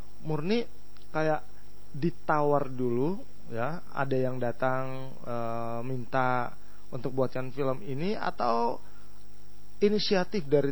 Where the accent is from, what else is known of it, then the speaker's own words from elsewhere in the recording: Kewar, Indonesia; Wow, itu kampung saya tuh.